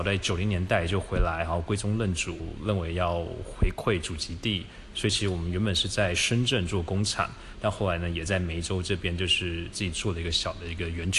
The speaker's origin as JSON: {"language": "Chinese", "country": "Canada", "tie": "born or raised there", "said": "因为我以前是在加拿大长大的，所以呢有比较多的海外经验"}